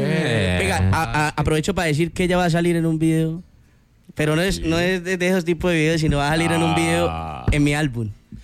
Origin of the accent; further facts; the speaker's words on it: Santander, Colombia; yo soy de Santander.